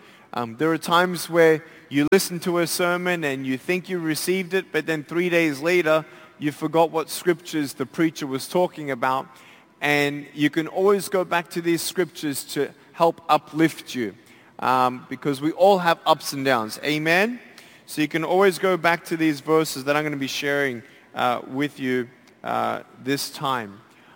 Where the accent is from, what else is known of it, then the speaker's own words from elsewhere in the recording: Australia; born there; I'm 30 years old. I was born in Australia.